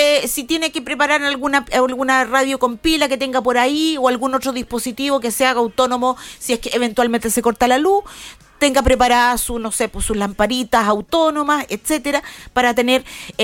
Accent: Chile; La palabra con W que utilizamos todos los chilenos.

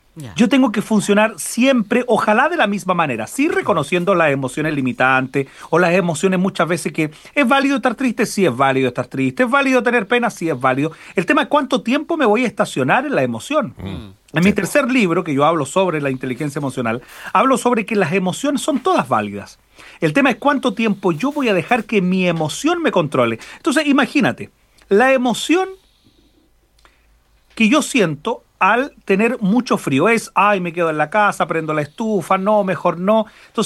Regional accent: Chillán, Ñuble, Chile; born there; Yo nací en Chillán, región de Ñuble, sur de Chile, 5 horas de Santiago.

